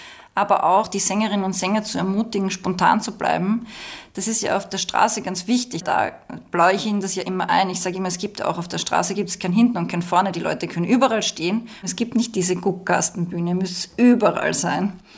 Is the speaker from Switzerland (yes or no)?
no; Waidhofen an der Ybbs, Lower Austria, Austria; Also ich bin ja aufgewachsen eben in Waidhofen an der Ibs im Mostviertel